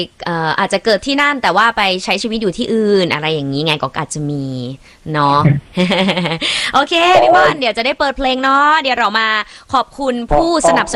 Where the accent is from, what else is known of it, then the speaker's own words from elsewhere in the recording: Chiang Mai, Thailand; เชียงใหม่ค่ะ